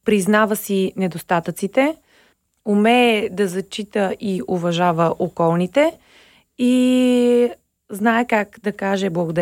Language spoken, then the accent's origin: Bulgarian; Blagoevgrad, Blagoevgrad Province, Bulgaria; now in Sofia, Bulgaria; идвайки тук да се боря сама, нали, в големия град, понеже аз съм от Благоевград